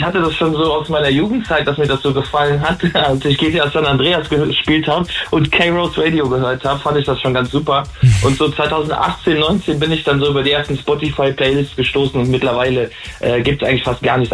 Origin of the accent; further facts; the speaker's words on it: Rhineland-Palatinate, Germany; ich bin 28, ich komme aus der Nähe von Koblenz.